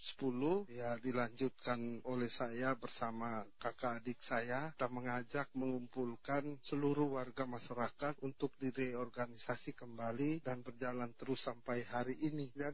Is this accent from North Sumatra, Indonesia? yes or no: no; East Nusa Tenggara, Indonesia; kita orang NTT, demikian pula di Kabupaten Sika